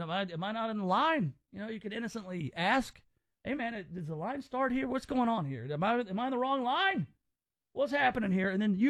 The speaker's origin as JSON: {"language": "English", "town": "Germantown", "region": "Tennessee", "country": "United States", "tie": "born or raised there", "said": "growing up in Germantown, Winchester was like your Poplar."}